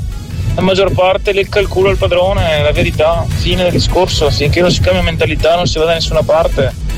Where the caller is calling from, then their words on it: Veneto, Italy; lo dico da Veneto